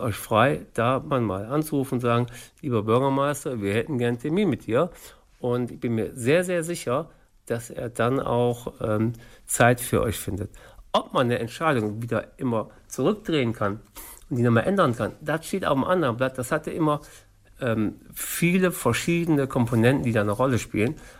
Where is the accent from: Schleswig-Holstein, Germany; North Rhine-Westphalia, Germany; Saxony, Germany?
North Rhine-Westphalia, Germany; Grefrath; ich bin 49 Jahre alt, ich bin gebürtiger Grefrather. Das heißt, schon meine Großeltern wurden hier geboren